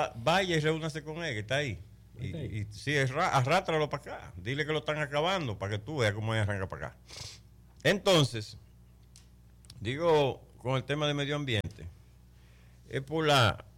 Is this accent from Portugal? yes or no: no; Dominican Republic